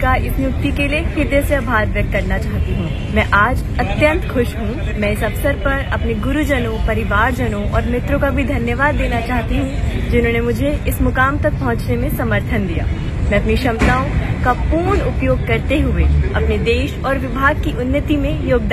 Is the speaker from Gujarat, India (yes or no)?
no; Delhi, India; और मैं दिल्ली की निवासी हूँ।